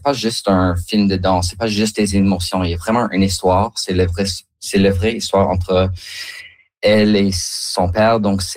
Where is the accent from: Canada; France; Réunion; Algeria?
Canada; Kingston, Ontario; French is a second language; now in Edmonton, Canada; Comme moi, quand j'ai grandi en Kingston, j'ai pas connu comme des gens français.